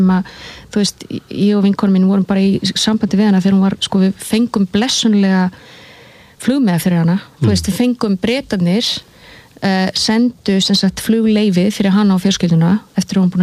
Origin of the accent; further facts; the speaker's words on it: Seltjarnarnes, Capital Region, Iceland; það var bara frábær tími og yndislegt að alast upp á Seltjarnarnesinu